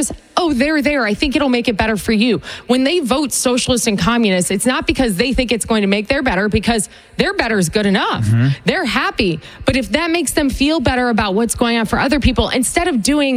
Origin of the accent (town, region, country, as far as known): Rochester, New York, United States; born or raised there